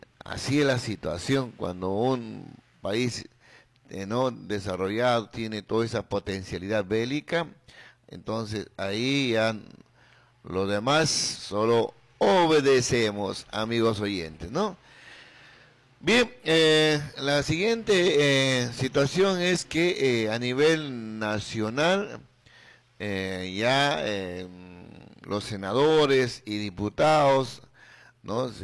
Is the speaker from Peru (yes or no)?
yes; Peru; y como todo peruano que no nos gusta leer, y sobre todo carecemos de un pensamiento críti